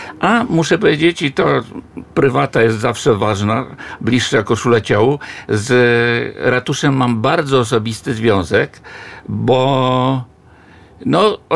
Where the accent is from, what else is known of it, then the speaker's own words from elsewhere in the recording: Warsaw, Masovian Voivodeship, Poland; moved away as an adult; ja jestem warszawiakiem, który tu w Warszawie przeżył 64 lata.